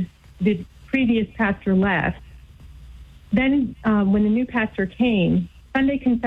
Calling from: Virginia, United States

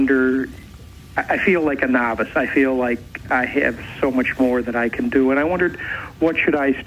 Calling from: New York, United States; From Western New York State.

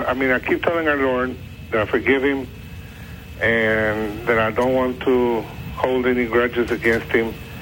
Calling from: Texas, United States; I'm calling you from Texas.

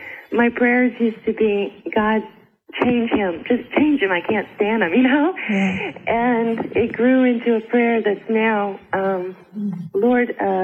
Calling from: Maryland, United States; I'm from Maryland.

